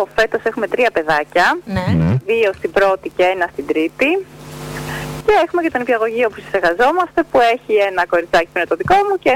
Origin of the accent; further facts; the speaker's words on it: Karperi, Central Macedonia, Greece; Εγώ είμαι από Καρπερί Σερών, από Βόρεια Ελλάδα.